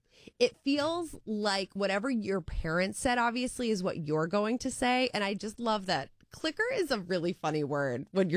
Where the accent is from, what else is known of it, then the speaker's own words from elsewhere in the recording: Cranston, Rhode Island, United States; I'm from Cranston and we say we're going to the market, okay?